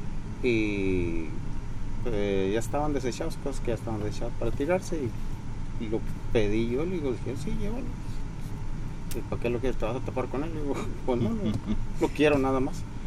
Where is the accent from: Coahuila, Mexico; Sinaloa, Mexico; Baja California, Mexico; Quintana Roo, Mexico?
Coahuila, Mexico; Melchor Múzquiz; moved away; pues soy originario de aquí de Muskies